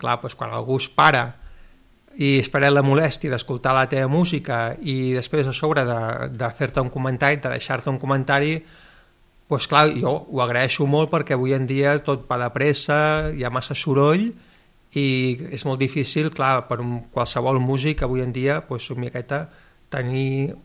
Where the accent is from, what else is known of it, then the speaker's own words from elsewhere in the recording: Mataró, Catalonia, Spain; born there; moved away as an adult; also born or lived in London; jo vaig néixer a Mataró, que a Mataró tampoc és que hi hagi molta... Si et vols dedicar a composar, pues allà no hi ha indústria musical.